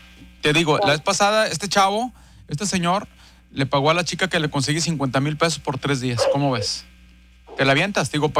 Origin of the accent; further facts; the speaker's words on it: Puebla, Mexico; now in Monterrey, Mexico; yo no soy de aquí, yo soy de Puebla